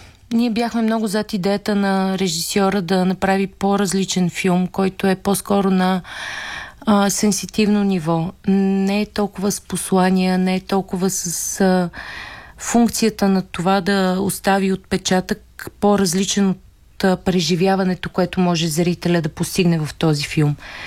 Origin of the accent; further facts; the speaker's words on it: Svishtov, Veliko Tarnovo Province, Bulgaria; moved away; Аз съм родена там, как дали го знам? Аз съм оттам.